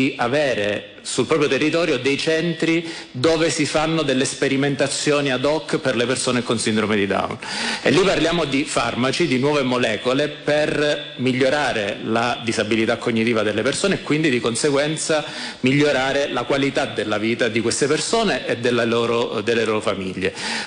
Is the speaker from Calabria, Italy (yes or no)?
yes; Calabria, Italy; Io sono calabrese